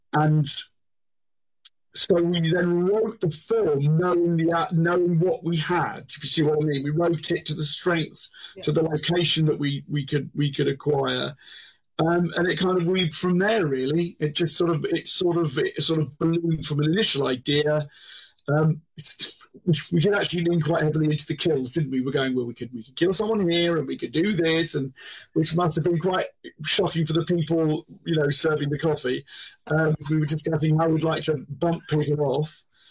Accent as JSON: {"language": "English", "town": "Eastbourne", "region": "South East England", "country": "United Kingdom", "said": "We both, Renato and I, we're both from Eastbourne in East Sussex."}